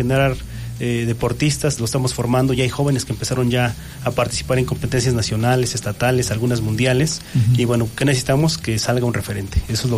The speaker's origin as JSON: {"language": "Spanish", "town": "Xalatlaco", "region": "State of Mexico", "country": "Mexico"}